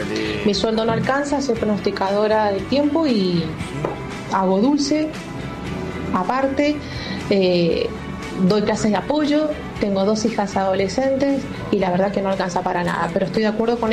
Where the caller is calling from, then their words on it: San Luis, Argentina; de San Luis